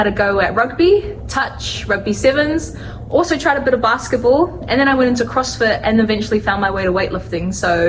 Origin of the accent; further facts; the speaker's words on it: Vanuatu; growing up in Vanuatu